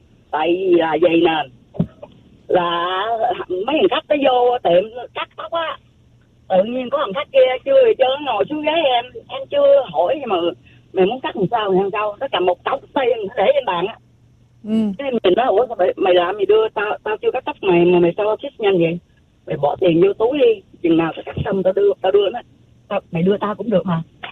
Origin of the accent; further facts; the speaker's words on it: United States; Thật sự là em lớn lên ở Mỹ. Và nghĩa là em qua đây lâu rồi, gia đình em qua lâu rồi.